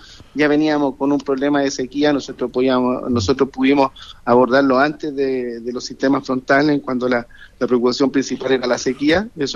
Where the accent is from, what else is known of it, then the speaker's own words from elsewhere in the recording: Rinconada de Silva, Valparaíso, Chile; Yo soy de Rincona de Silva también.